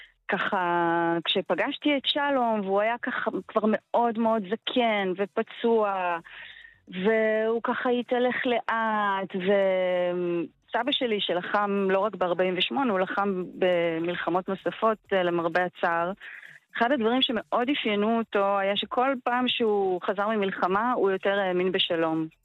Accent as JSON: {"language": "Hebrew", "town": "Kinneret", "region": "Northern District", "country": "Israel", "tie": "born or raised there", "said": "אני גדלתי בכנרת המושבה, זה מקום ככה עם היסטוריה מאוד ענפה"}